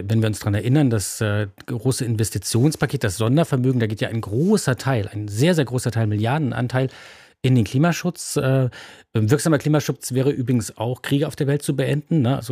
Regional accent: East Germany, Germany; Ich habe den Zusammenbruch eines Staates schon mal erlebt als Ostdeutscher

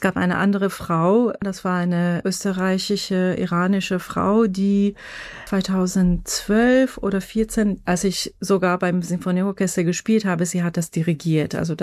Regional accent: Iran; German is a second language; now in Germany; ich komme aus dem Iran und lebe jetzt gerade in Deutschland, und dass man mit mehrere Identität zu tun hat, dass man immer wieder an der Suche ist, eine Zugehörigkeit zu finden

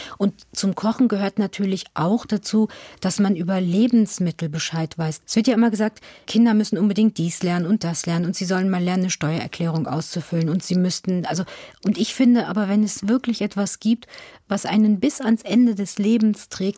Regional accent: Lower Saxony, Germany; Ich bin in Niedersachsen zur Schule gegangen.

